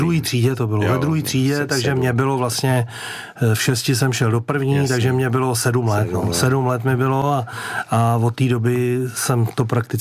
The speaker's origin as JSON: {"language": "Czech", "town": "Litvínov", "region": "Ústí nad Labem Region", "country": "Czechia", "tie": "born or raised there", "said": "jsem se narodil v Litvínově"}